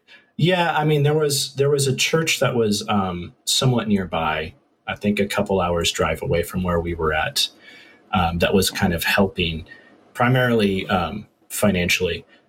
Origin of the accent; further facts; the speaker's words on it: Pullman, Washington, United States; also born or lived in Portland, Oregon / Belgium; when I was little, it was primarily just a college town.